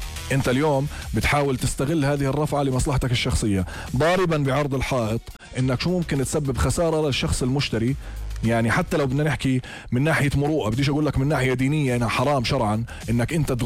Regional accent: Jordan; عندنا في الأردن

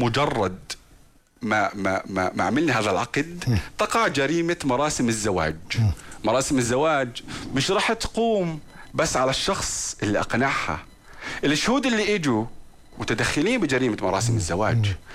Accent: Jordan; عندنا بالأردن

